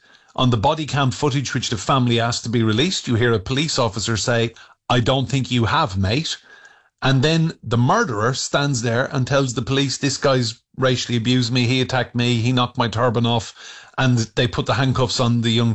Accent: Ireland; I just remember as a kid growing up in Ireland, how I knew about Roy Hattersley was the spitting image puppet.

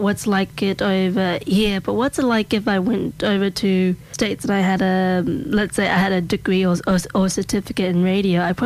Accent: Australia; So every time I would say I'm Australian, they go like, oh my God, Chris Hemsworth.

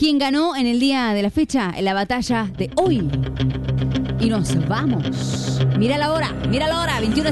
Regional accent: Trelew, Chubut, Argentina; Hola chicos, ¿cómo están? … de Trelew, Chubut. Los escucho todo el día con la Popo.

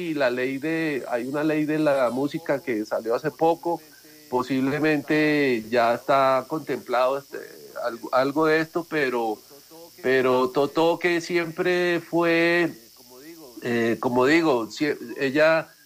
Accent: Colombia; Nosotros somos seres colombianos, y esa identidad cultural solamente la tenemos, la reflejamos o la sacamos cuando salimos fuera de Colombia.

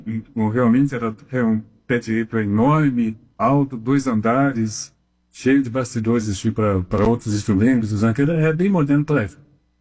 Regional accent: Bauru, São Paulo, Brazil; Quando era moleque, lá em Bauru, o sonho da gente era ir Palavra da Vida, ser equipante Palavra da Vida e cantar

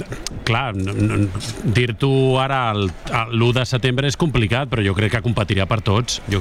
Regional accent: Sant Boi de Llobregat, Catalonia, Spain; som de Sant Boi

